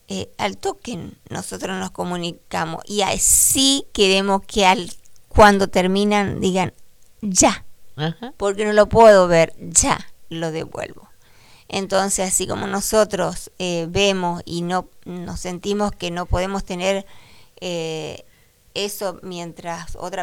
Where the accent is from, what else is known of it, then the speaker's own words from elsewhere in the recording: Reconquista, Santa Fe, Argentina; somos ciudadanas de Reconquista. Y vamos a quedar en Reconquista, porque ya no nos vamos a ir a otro lado.